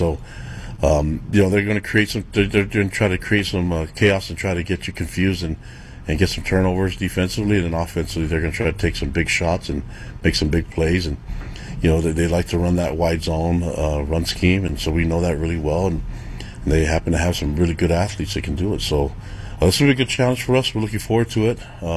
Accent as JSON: {"language": "English", "area": "North Shore", "region": "Hawaii", "country": "United States", "moved": "yes", "said": "We're all from the North Shore in Hawaii together."}